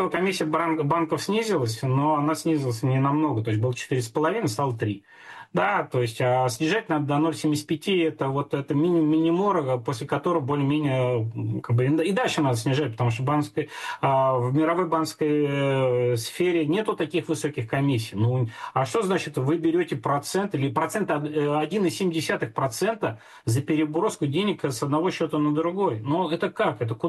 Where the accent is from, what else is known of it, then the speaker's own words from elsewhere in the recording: Moscow, Russia; как коренной москвич.